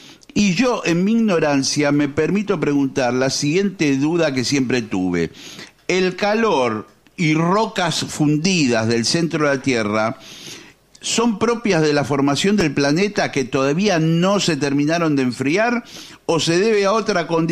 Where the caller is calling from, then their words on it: Lanús, Buenos Aires Province, Argentina; de Lanús.